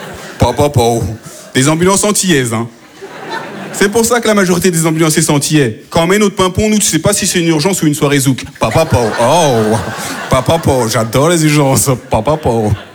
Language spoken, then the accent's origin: French; France; born there; si je parle bien français, c'est peut-être parce que je suis née en France